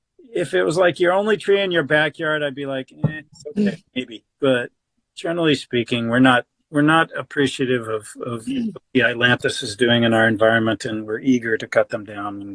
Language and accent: English; Texas, United States; moved away; A tree I grew up with in Texas